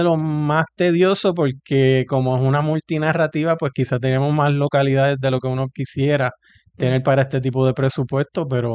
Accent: Puerto Rico; nosotros como puertorriqueños

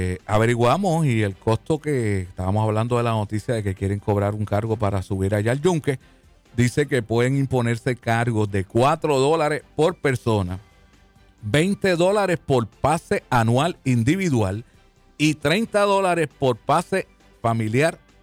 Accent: Río Grande, Puerto Rico; yo me crié en Mamelle, Palmer, lo conocemos los que nos criamos allí, pues somos de Mamelle.

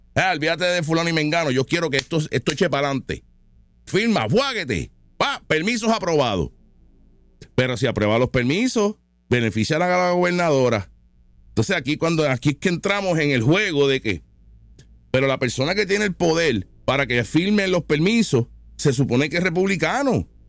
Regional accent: Puerto Rico; ¿por qué yo como puertorriqueño no tengo permiso rápido?

